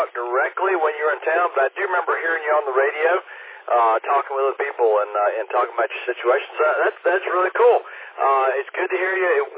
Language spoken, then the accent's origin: English; Charlotte, North Carolina, United States; now in Raleigh, United States; I grew up in Charlotte, which is a couple hours west of Raleigh, where I am now.